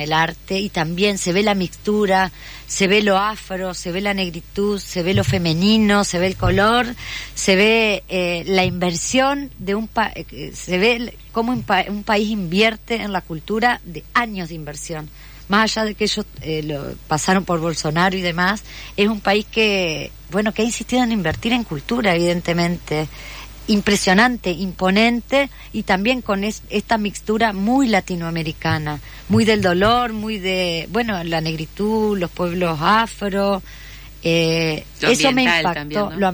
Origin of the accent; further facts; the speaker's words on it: Argentina; el hecho social que vivimos nosotros como argentinos.